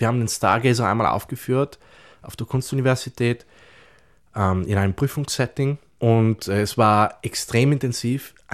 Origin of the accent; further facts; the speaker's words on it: Wolfsgruben, Trentino-Alto Adige, Italy; Naturbilder drin, die ich aus meinem Heimatort genommen habe, weil Wolfsgruben ist für mich immer noch prägend.